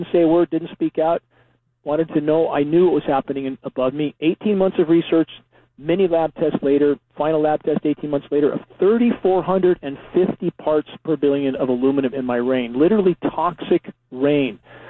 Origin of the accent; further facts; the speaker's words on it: California, United States; moved away as an adult; now in Northern California, United States; wanted to get out of Southern California smog where I grew up, finally got to Northern California, wilderness location, east side of Lake Shasta